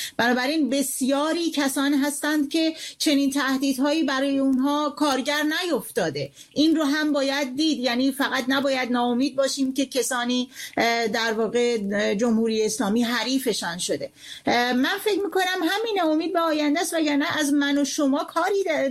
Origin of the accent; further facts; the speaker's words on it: Iran; moved away; مایی که در بیرون از ایران هستیم